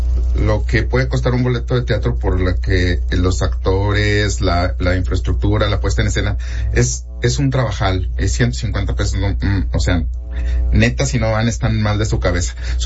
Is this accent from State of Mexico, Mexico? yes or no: no; Saltillo, Coahuila, Mexico; yo soy de Saltillo toda la vida, o sea, yo tengo más de 40 años viviendo aquí